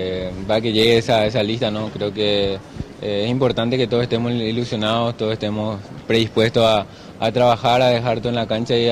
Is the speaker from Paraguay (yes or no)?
yes; Paraguay; moved away as an adult; now in Strasbourg, France; estar de vuelta en mi país